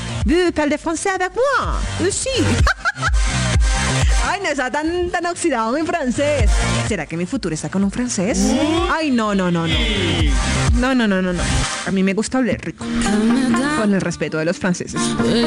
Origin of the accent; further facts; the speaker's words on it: Barranquilla, Atlántico, Colombia; yo soy de Barranquilla